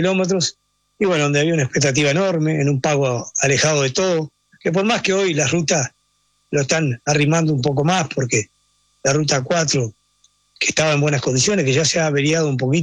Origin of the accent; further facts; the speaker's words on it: Uruguay; somos uruguayos y la garra puede salir